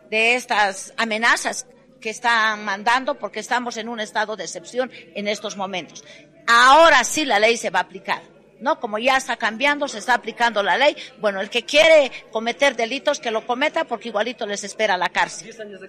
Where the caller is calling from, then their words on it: Bolivia; nosotros como bolivianos